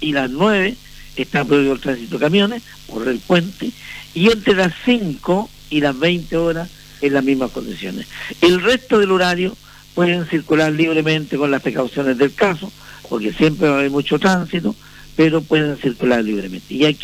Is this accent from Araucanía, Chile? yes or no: yes; Curacautín, Araucanía, Chile; Yo, que soy nacido y criado en Curacautín, conozco los caminos